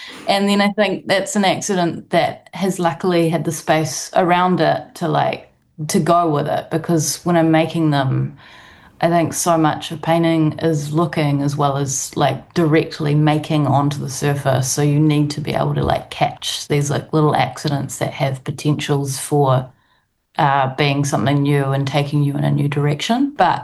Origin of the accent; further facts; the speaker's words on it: New Zealand; moved away as an adult; now in United Kingdom; being a settler from Aotearoa, who then returns to the motherland as a settler still, and the kind of barrier of being Pākehā. I'm on an ancestry visa here